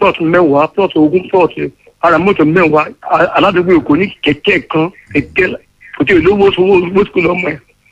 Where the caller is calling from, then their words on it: Owo, Ondo, Nigeria; láti ìlú ọ̀wọ̀.